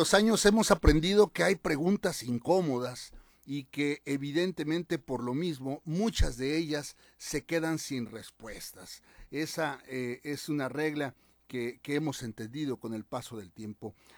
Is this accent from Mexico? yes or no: yes; Mexico; no vinieron más que a dividirnos como mexicanos